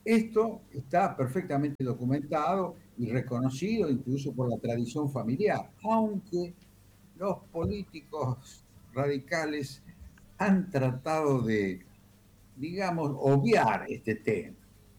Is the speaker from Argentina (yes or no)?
yes; Argentina; nosotros somos argentinos, y no españoles ni europeos, ni israelíes o norteamericanos